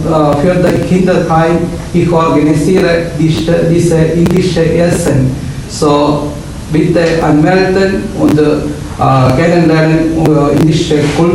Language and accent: German; India; German is a second language; now in Germany; ich komme aus Indien, ich bin Orden Priester